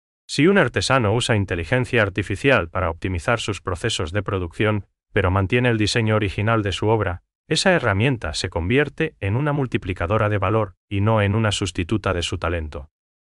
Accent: Paraguay

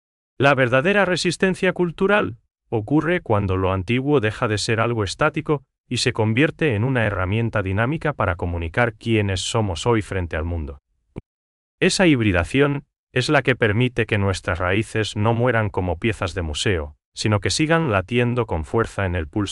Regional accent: Paraguay; nuestro futuro como paraguayos.

